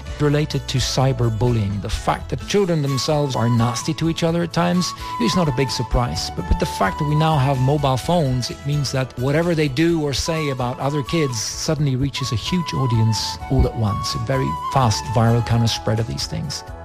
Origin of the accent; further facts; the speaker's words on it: Norway; English is a second language; I come from Norway.